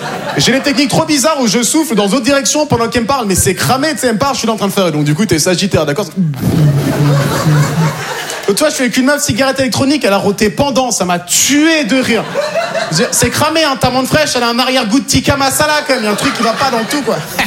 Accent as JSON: {"language": "French", "region": "Normandy", "country": "France", "tie": "born there", "said": "Tu me demandes tu viens d'où ? Je te réponds honnêtement. Moi, je suis né en Normandie."}